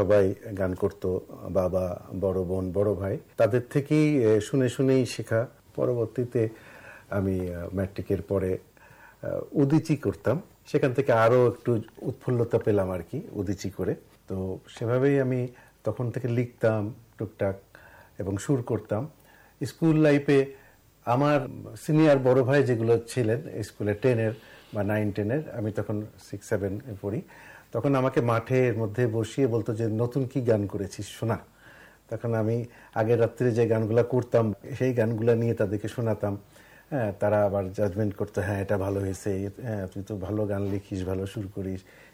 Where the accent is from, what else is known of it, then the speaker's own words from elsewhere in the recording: Khulna, Khulna Division, Bangladesh; আমার ছেলেবেলা কেটেছে খুলনাতে